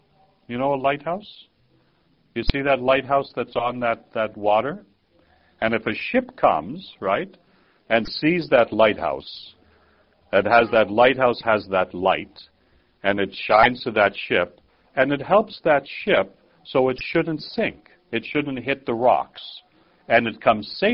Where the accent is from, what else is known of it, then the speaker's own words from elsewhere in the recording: Canada; I'm Canadian, I'm English mind, right?